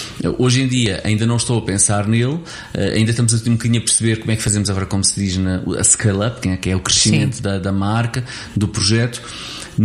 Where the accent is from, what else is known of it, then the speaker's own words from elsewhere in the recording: Abrantes, Santarém, Portugal; moved away as an adult; muito de Abrantes e sinto-me um abrantino, e onde quer que eu vá, obviamente, Abrantes é sempre a minha terra.